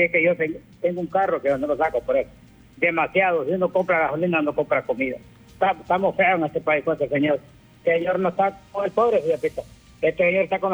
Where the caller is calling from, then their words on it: Comayagua, Honduras; Yo hablo de Comayagua.